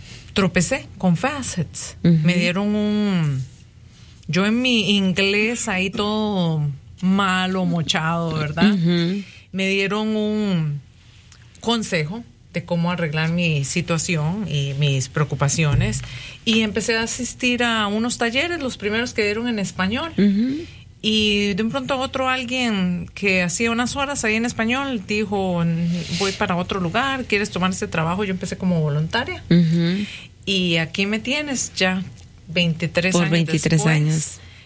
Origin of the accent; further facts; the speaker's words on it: Costa Rica; moved away as an adult; now in Wisconsin, United States; Soy oriunda de Costa Rica.